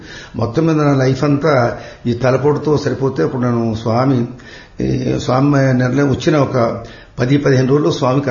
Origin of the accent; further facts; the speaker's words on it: Kolamuru, Andhra Pradesh, India; also born or lived in Rajahmundry; మా అసలు ఒరిజినల్ గా స్వగ్రామం కోలమూరు